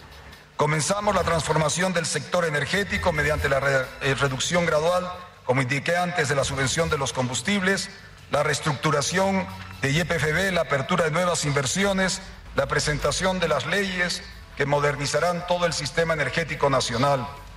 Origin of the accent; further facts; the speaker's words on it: Bolivia; agradecer como boliviano, ya no como presidente